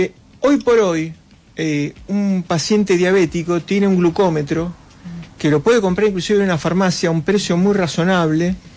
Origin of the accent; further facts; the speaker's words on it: Bernal, Buenos Aires Province, Argentina; now in La Plata, Argentina; si bien soy de Bernal, hace muchos años vivo en La Plata.